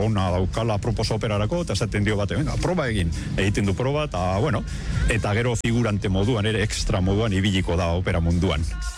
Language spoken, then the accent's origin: Basque; Basauri, Basque Country, Spain; also born or lived in Vitoria-Gasteiz; now in Arbizu, Spain; ni izater Basaurikoa naiz, herri industrial nahiko handia, Gasteizen bizi izan nintzen beste hainbat urtetan, eta ja badara matzat urte batzuk Arbizun herri txiki euskaldun lasai baten bizitzen